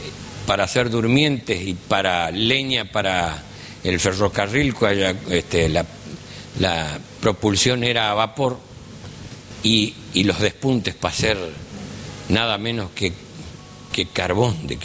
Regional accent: Chaco, Argentina; Saben también ustedes que yo soy del Chaco. Y el Chaco no siempre fue provincia. Fue una de las famosas 10 gobernaciones.

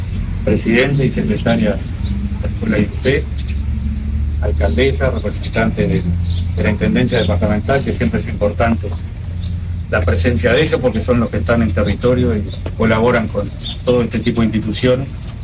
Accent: Durazno, Uruguay; Yo soy de Durazno y estoy casi en el límite del Río Negro.

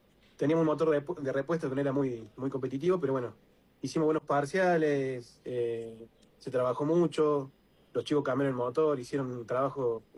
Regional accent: Villa Carlos Paz, Córdoba, Argentina; yo soy oriundo de Villa Carlos Paz, mi ciudad natal es mi lugar en el mundo.

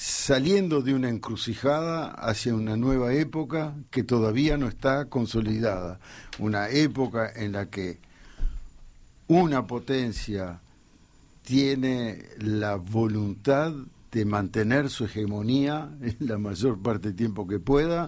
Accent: Uruguay; Yo considero que, visto como uruguayo

